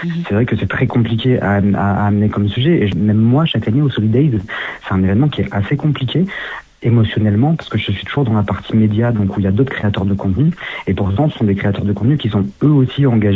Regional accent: Nice, Provence-Alpes-Côte d'Azur, France; Moi, je suis pas de Paris, je suis de Nice.

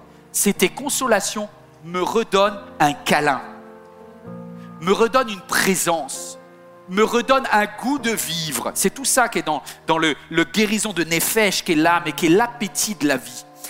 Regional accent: Guadeloupe, France; also born or lived in Martinique; J'ai été élevée en Guadeloupe, en Martinique, on m'a pris... Moi, j'étais en Bretagne.

